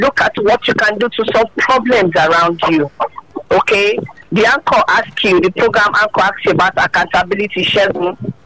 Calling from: Magboro, Ogun, Nigeria; This is Dr. … I'm calling from Magboro.

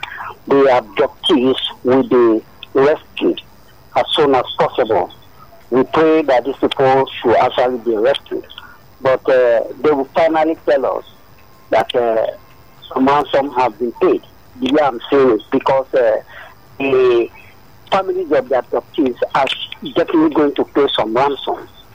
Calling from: Abaranje, Lagos, Nigeria; I'm calling from Abaraje.

